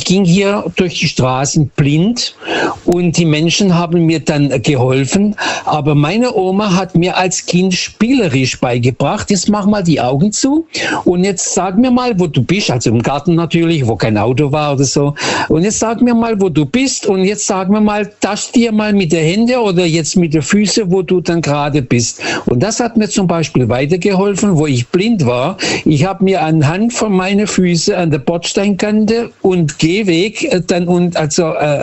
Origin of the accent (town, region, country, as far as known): Lisbon, Portugal; now in Germany